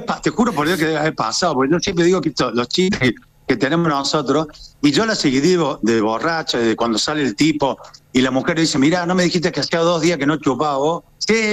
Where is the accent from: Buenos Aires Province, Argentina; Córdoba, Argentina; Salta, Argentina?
Córdoba, Argentina; yo entendí nomás, como cordobés